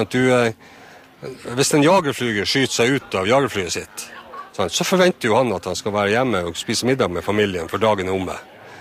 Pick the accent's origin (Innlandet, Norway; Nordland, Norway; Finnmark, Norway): Finnmark, Norway; Kjøllefjord; jeg er jo født og oppvokst i Kjøllefjord, i et fiskevær